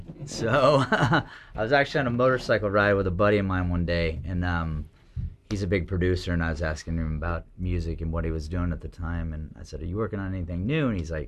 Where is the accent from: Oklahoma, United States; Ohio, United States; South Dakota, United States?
Oklahoma, United States; Shawnee; also born or lived in Miami, Oklahoma; I am from Shawnee, Oklahoma, and I was born in Miami, Oklahoma.